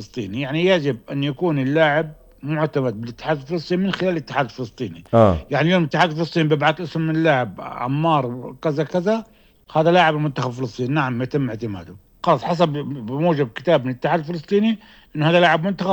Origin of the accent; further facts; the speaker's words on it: Jordan; احنا عندنا بالاردن